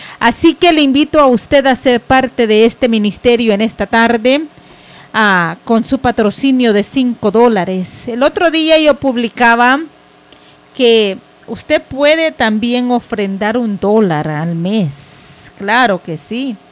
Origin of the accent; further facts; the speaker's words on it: Santa Ana, El Salvador; now in Jucuapa, El Salvador; en Occidente, mi tierra natal, tierra morena